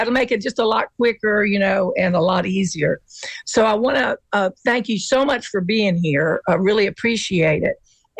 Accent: Mobile, Alabama, United States; So I'm from Mobile, Alabama. Or I was raised in Mobile, Alabama, and I experienced a lot of hurricanes too.

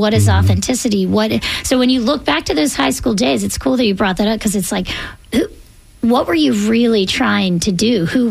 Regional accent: Tallahassee, Florida, United States; moved away as an adult; growing up in Tallahassee

